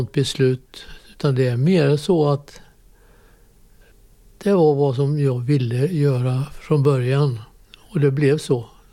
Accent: Floby, Västra Götaland County, Sweden; born there; accent: Västgötska; also born or lived in Norra Hammar, Jönköping / Hällabrottet; now in Vällingby, Sweden; Jag är född i Norra Hammar utanför Jönköping. Och sen flyttade mina föräldrar och mina syskon upp till Hällabrottet. Och därefter så flyttade vi till ett ställe som heter Floby. Och det ligger i Västergötland

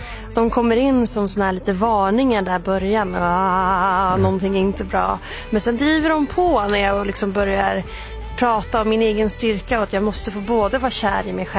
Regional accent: Värmland, Sweden; in kören och hitta saker som kommer från min liksom musikaliska bakgrund och från musikkulturen hemma i Värmland

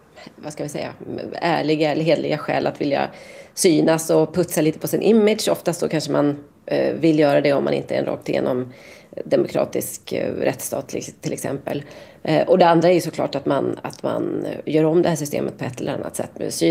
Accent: Sweden; Men som svensk så var det ju liksom inget favorit-VM.

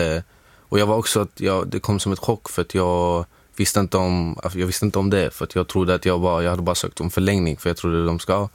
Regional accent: Syria; also born or lived in Egypt; now in Sweden; mitt hemland i Syrien.

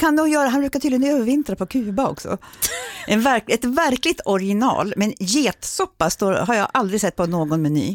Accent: Västerås, Västmanland County, Sweden; Vi är 60-talister båda två. Vi är från Västerås båda två.

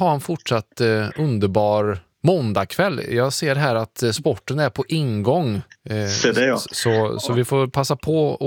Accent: Värmland, Sweden; Men jag ska säga det, Nils, att för jag har vuxit upp i Värmland

